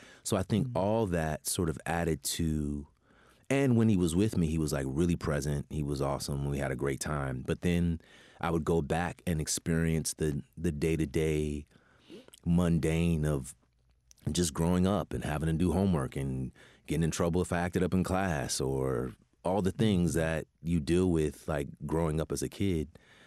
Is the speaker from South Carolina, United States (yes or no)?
no; California, United States; born or raised there